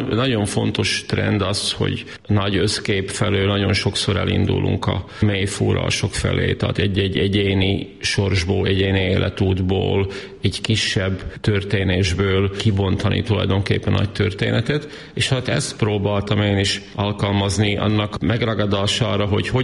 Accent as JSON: {"language": "Hungarian", "country": "Slovakia", "said": "Tehát a mi generációnk számára ez egy természetes világ, amiben nagyon jól tudunk élni."}